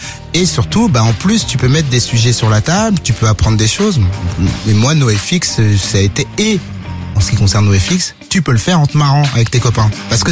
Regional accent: Lille, Hauts-de-France, France; Bah, en fait, nous, on vient de Lille, dans le nord.

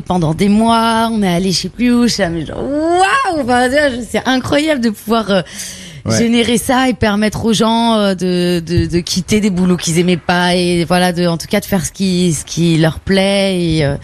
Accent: Brittany, France; born there; moved away; also born or lived in Réunion; je suis le fruit du métissage. Ma mère est brésilienne, je suis née en Bretagne.

